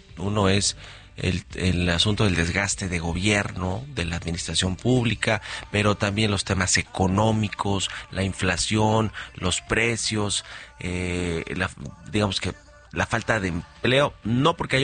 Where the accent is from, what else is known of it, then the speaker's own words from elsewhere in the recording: Mexico; somos mexicanos